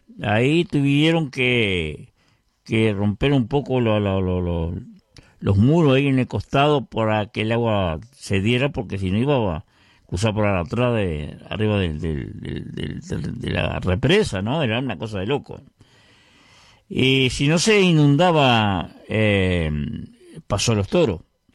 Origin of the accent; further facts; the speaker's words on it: Vergara, Treinta y Tres, Uruguay; la gente de mi pueblo, la gente de Vergara.